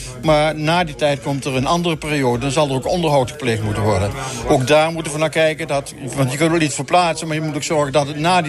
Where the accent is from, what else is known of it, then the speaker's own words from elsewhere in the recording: Milsbeek, Limburg, Netherlands; Ik ben geboren en getogen in Milsbeek en nooit weg geweest.